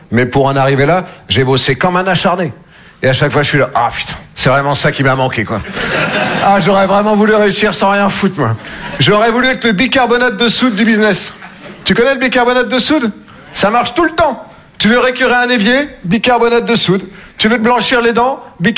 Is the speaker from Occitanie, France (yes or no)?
no; Nouvelle-Aquitaine, France